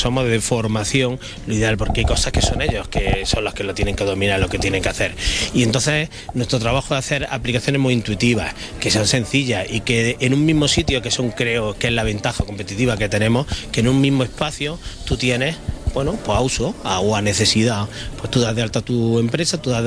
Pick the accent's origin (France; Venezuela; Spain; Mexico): Spain; Úbeda, Andalusia; Yo soy pues más de Úbeda que los chicos Morcilla. Llevo Jaén por bandera.